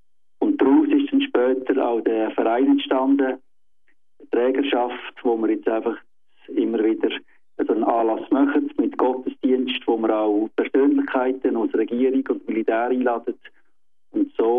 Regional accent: Lucerne, Switzerland; Also ich bin in Luzern aufgewachsen und auch sehr gläubige Eltern gehabt.

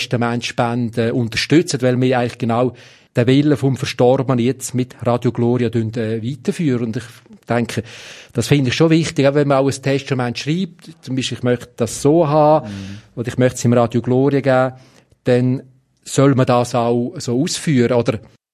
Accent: Switzerland; wir als Schweizer, unsere Gesellschaft

